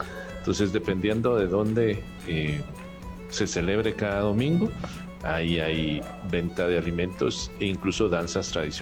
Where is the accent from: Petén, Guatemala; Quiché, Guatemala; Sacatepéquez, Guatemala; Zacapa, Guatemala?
Sacatepéquez, Guatemala; Antigua Guatemala; soy de la Antigua Guatemala en Zacatepeques.